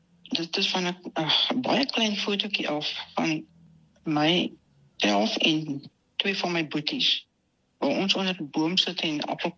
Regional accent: Heidelberg, Gauteng, South Africa; want ek het op Heidelberg in Transvaal groot geword.

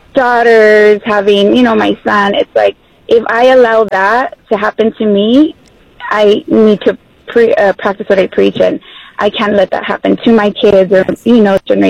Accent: Los Angeles, California, United States; born there; I was born in White Memorial Hospital, Boyle Heights

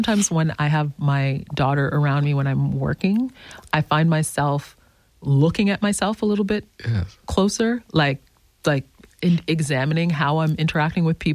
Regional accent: Jamaica; maybe it's just being Jamaican. We just think that way.

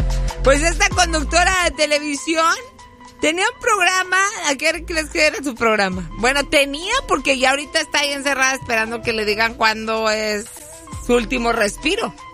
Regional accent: Chihuahua, Mexico; now in Dallas, United States; Somos de Chihuahua. Y ahorita estamos en Dallas.

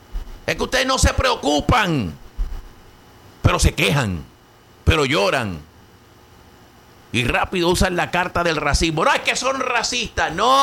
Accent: Puerto Rico; now in United States; La mayoría aquí somos puertorriqueños.

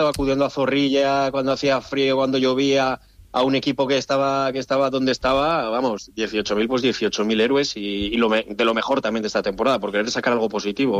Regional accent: Valladolid, Castile and León, Spain; somos de Valladolid, aficionados del Valladolid y demás

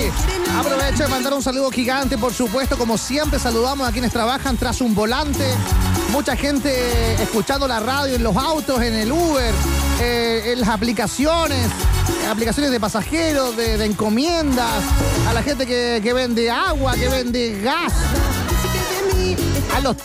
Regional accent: Chile

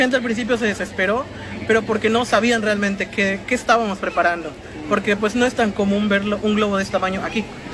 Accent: Pomuch, Campeche, Mexico; pero en realidad yo soy de Pomuch, como puede ver mi player.

